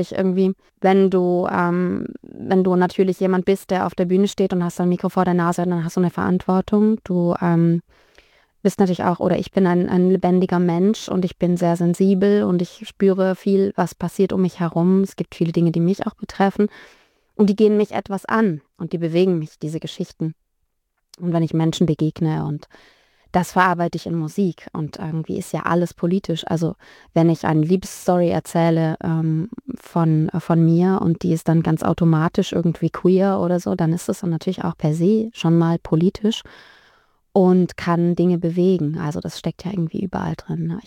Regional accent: Heilbronn, Baden-Württemberg, Germany; also born or lived in Thuringia; now in Tübingen, Germany; Also ich bin geboren in Thüringen, bin dann so kurz nach der Wende mit meinen Großeltern und meiner Mama ins Schwabenland gezogen, nach Heilbronn.

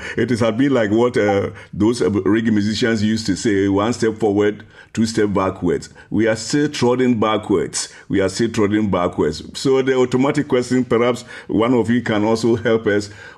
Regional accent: Ghana; I'm also a Ghanaian.

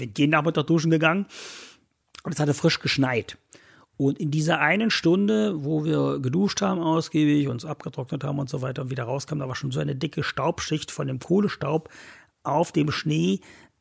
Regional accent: Wieblitz, Saxony-Anhalt, Germany; Könnte ich hier in Wieblitz in meinem Heimatdorf jetzt weitermachen.

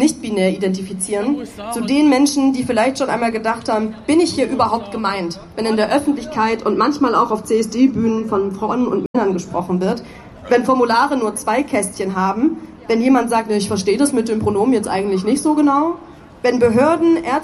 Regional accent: Dresden, Saxony, Germany; wurde in meiner Geburtsstadt Dresden auf meinem ehemaligen Schulweg, 2 Haltestellen von meiner ehemaligen Schule entfernt

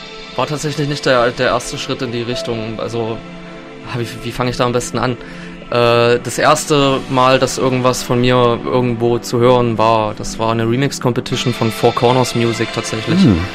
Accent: Köthen, Saxony-Anhalt, Germany; born there; moved away as an adult; now in Halle, Germany; Nicht ganz gebürtig aus Köthen. Das ist eine halbe Stunde entfernt

